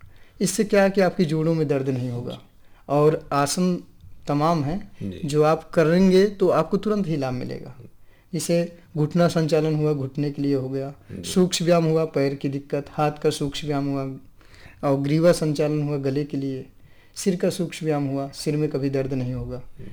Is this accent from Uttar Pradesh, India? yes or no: yes; Ambedkar Nagar district, Uttar Pradesh, India; moved away